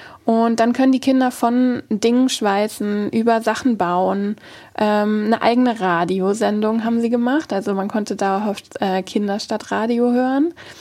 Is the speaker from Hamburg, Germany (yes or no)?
yes; Hamburg, Germany; Ich bin so halb, vielleicht bin ich schon da an Hamburg aufgewachsen und so teilweise in Wilhelmsburg.